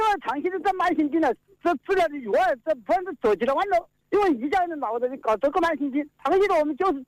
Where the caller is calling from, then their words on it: Xiantao, Hubei, China; 我们是仙桃西的火镇的呢，仙桃是西的火镇的。白果村。